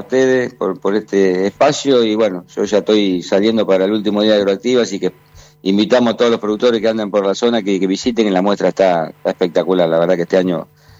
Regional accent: Bombal, Santa Fe, Argentina; Yo soy un productor agrícola ganadero acá del sur de Santa Fe. Mi pueblo es Bombal, yo vivo en un pueblo de 3.500 habitantes, distante 95 kilómetros de Rosario.

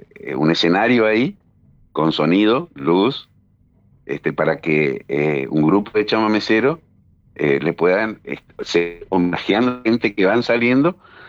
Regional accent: Corrientes, Argentina; La música de mi pueblo, la música de Corrientes, llegar a ese lugar y estar.

